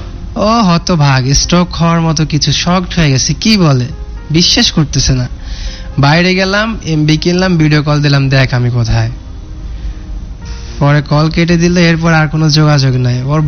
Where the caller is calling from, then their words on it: Bangladesh